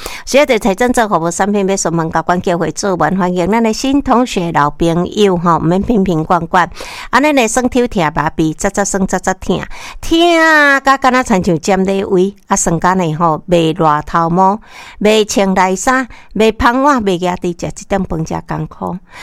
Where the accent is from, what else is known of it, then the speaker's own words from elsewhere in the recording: Taiwan; 身为台湾人